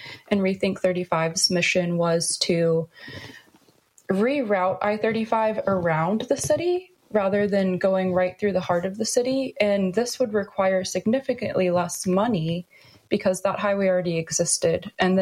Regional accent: Enid, Oklahoma, United States; I grew up in Enid, Oklahoma, which very few people have heard about. It's about 50,000 people in the town.

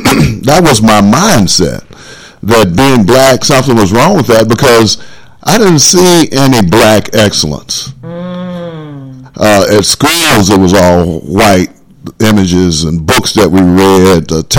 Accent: Berkeley, California, United States; Now, you have to understand, I came from Berkeley, California, the home of the Black Panthers.

